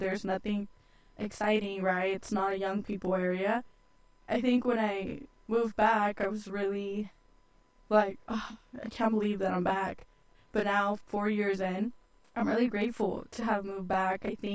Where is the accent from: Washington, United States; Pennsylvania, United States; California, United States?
California, United States; Modesto; also born or lived in Ceres / Turlock; I was born and raised here in Modesto, Doctors Medical Center, and I actually went to school in Burbank and then a little bit of Mark Twain, but then my family moved closer to my dad's job.